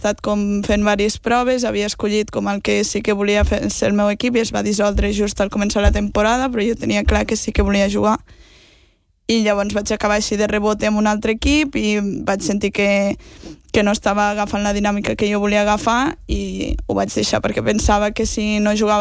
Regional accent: Lleida, Catalonia, Spain; now in Barcelona, Spain; em vaig mudar aquí a Barcelona per fer la carrera, jo també soc de Lleida

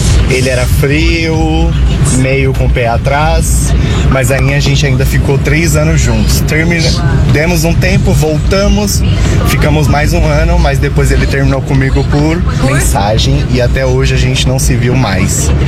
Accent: São Paulo, Brazil; Sou de São Paulo, não vou me apresentar pra não me comprometer.

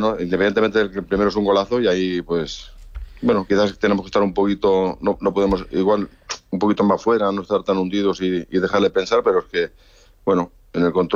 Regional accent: Valencian Community, Spain; yo soy valenciano, sabéis que yo siempre he estado, y bueno, pues nací en el Levante, se puede decir.

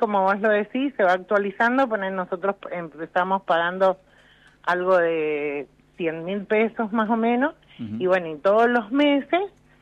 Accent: Rivadavia, Mendoza, Argentina; Nosotros somos del este, de Rivadavia.

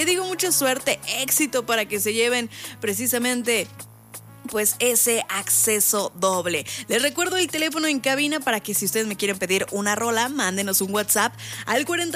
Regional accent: Mexico; los memes ganaron en las redes sociales, obviamente, como buen mexicano.

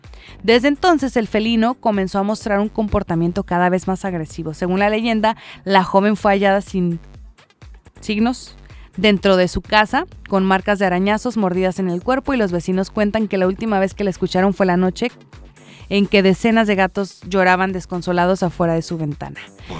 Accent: Mexico; siendo mexicanos

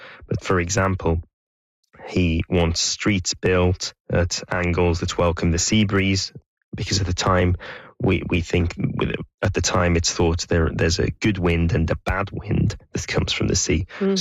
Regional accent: Alexandria, Alexandria Governorate, Egypt; And that's a very heartening thing for me as a British Alexandrian

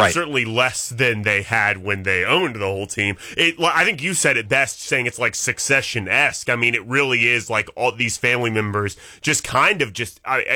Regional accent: Tennessee, United States; born there; from my home state, Tennessee

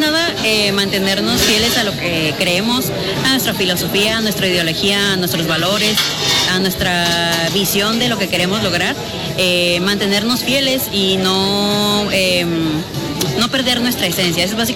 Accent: Tampico, Tamaulipas, Mexico; moved away as an adult; now in Ensenada, Mexico; Yo soy de Tampico, Tamaulipas. No soy ni de aquí ni de allá. Nací y crié en Tampico. Pero llegué a Ensenada a mis 20 años y ya llevo acá, pues me voy a quemar mi edad. Aproximadamente 11 años.

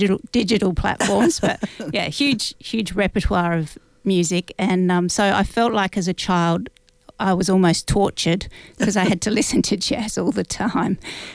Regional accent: Port Pirie, South Australia, Australia; I grew up in Port Pirie, which is a town near the Flinders Ranges in South Australia.

